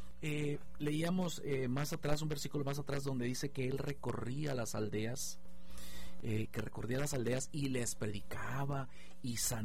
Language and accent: Spanish; Monterrey, Nuevo León, Mexico